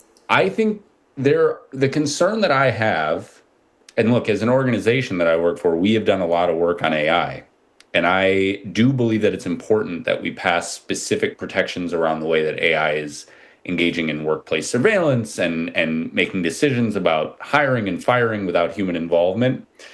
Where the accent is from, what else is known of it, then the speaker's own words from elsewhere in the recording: Minnesota, United States; Well, so I'll shout out my home state of Minnesota again, because we just banned prediction markets in the state.